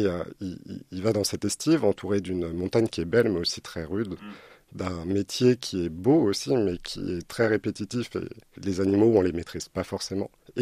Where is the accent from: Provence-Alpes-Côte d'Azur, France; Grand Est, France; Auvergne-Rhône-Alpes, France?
Auvergne-Rhône-Alpes, France; Annecy; also born or lived in Lyon; J'ai grandi à Annecy, mais je suis parti 10 ans à Lyon pour travailler. Et en revenant sur Annecy